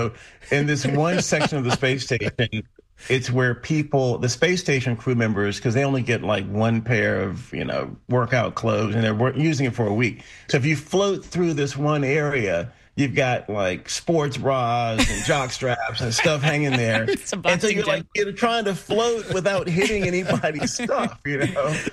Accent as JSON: {"language": "English", "town": "Lynchburg", "region": "Virginia", "country": "United States", "tie": "born or raised there", "said": "We're flying over my hometown, Lynchburg, Virginia."}